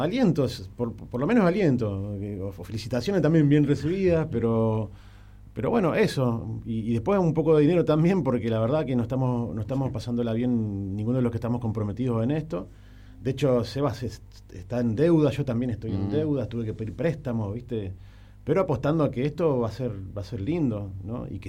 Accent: Tierra del Fuego, Argentina; Soy fueguino, soy uno de los pocos argentinos que va a participar en este festival

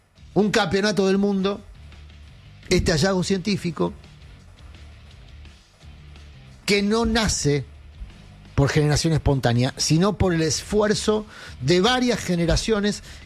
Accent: Argentina; me tocó vivir y narrar como periodista y como ciudadano argentino

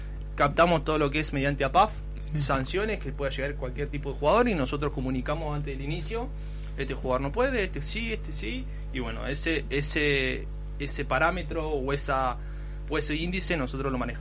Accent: General Roca, Río Negro, Argentina; Yo soy de Roca.

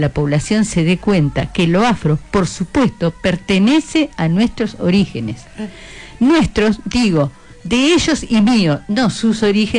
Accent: Argentina; me preguntó de dónde era. Y le dije, soy argentino.

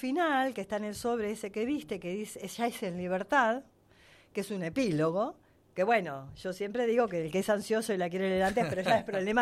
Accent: Uruguay; now in Argentina

